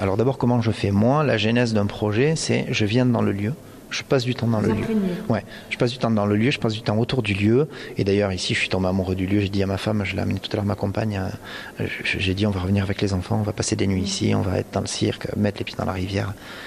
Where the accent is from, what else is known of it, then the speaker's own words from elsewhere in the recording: Occitanie, France; Je suis un enfant du pays